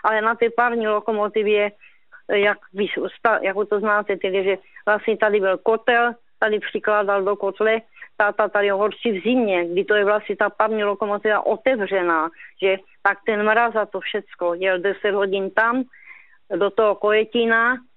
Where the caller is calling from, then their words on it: Ostrava, Moravian-Silesian Region, Czechia; Tady jsem měl … z Ostravy Poruby.